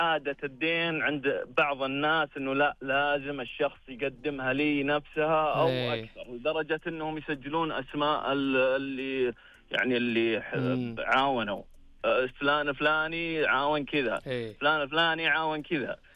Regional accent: Riyadh, Riyadh Province, Saudi Arabia; من الرياض.

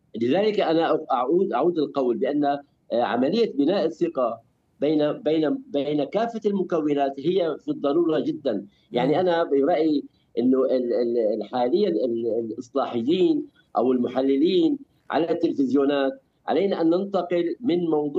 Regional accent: Syria; وانا قلت في اكثر من حلقه سابقه بانني انا مواطن كردي سوري، أنا أستظل بالدولة السورية،

